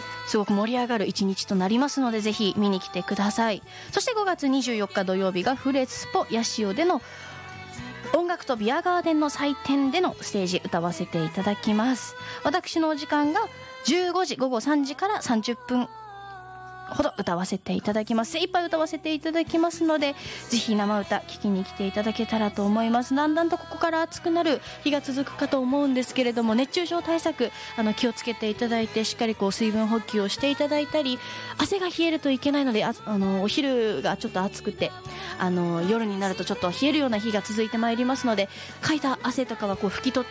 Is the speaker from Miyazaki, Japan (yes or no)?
yes; Miyazaki, Japan; moved away; 私の地元宮崎県